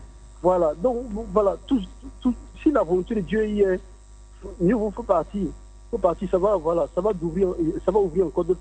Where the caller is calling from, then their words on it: Abidjan, Côte d’Ivoire; je vous appelle dans la commune de Cocody.